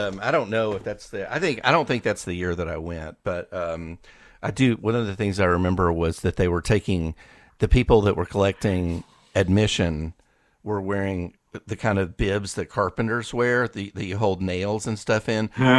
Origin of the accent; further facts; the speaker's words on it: Owensboro, Kentucky, United States; now in Lexington, United States; And I'm also from Western Kentucky, from Owensboro